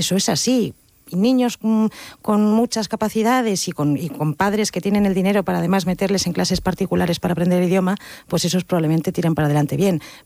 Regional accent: Basque Country, Spain; y luego yo como vasca, pues estoy muy preocupada

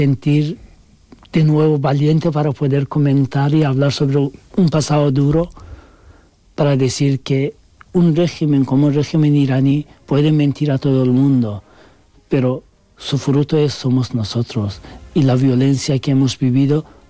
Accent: Turkey; now in Spain; da igual que seas también turco, porque digo, soy turco y yo podía pasar más fácil que otros muchos

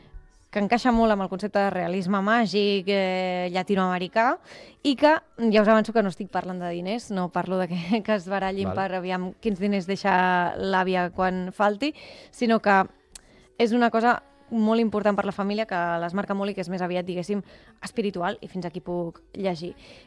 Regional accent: Martorell, Catalonia, Spain; jo soc de Martorell, però tampoc és que vingui de l'altra punta del món.

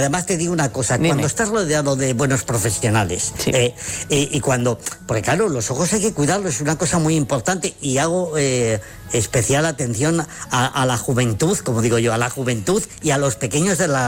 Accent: Zamora, Castile and León, Spain; Y además, como soy de Zamora y soy muy chulo

